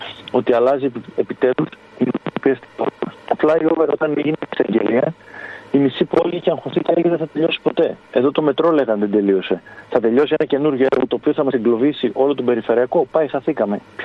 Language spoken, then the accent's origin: Greek; Thessaloniki, Central Macedonia, Greece